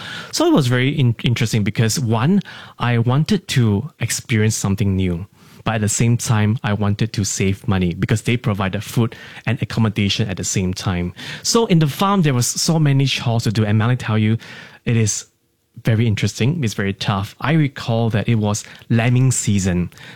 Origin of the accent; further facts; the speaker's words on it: Singapore; knowing that I'm Singaporean